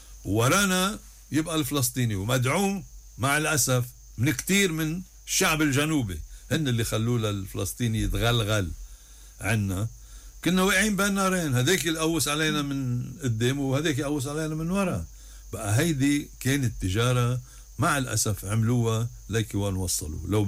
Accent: North Governorate, Lebanon; أنا بعرف طرابلس، أنا ابن الشمال

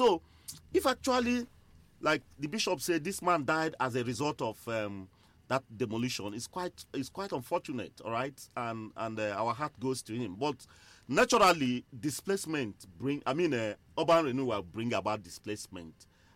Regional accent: Nsukka, Enugu State, Nigeria; I'm from Nsukka.

